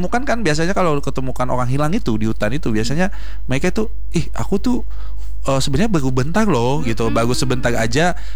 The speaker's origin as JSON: {"language": "Indonesian", "area": "Banjar", "region": "South Kalimantan", "country": "Indonesia", "said": "kebetulan saya orang Kalimantan loh."}